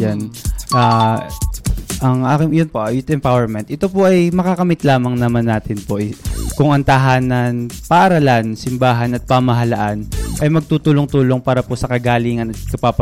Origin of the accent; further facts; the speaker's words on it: Batangas, Calabarzon, Philippines; bilang isang Batanggenyo po yung mantra po namin, which is taga Batangas ako.